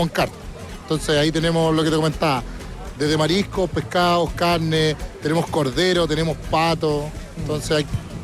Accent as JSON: {"language": "Spanish", "town": "Santiago", "region": "Santiago Metropolitan Region", "country": "Chile", "moved": "as an adult", "lives_now": "Curicó, Chile", "said": "yo soy de Santiago, llevo 10 años viviendo aquí en Curicó"}